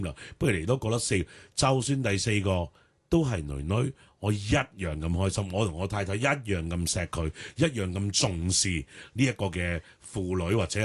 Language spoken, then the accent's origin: Cantonese; Chaozhou, Guangdong, China; 虽然我系潮州人，虽然我都系家庭观念同埋传统观念都几重嘅一个男人